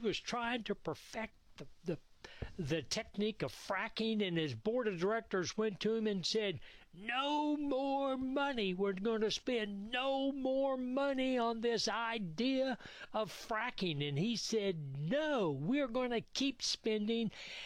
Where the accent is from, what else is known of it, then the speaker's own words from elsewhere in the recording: Norman, Oklahoma, United States; Well, I grew up in Norman.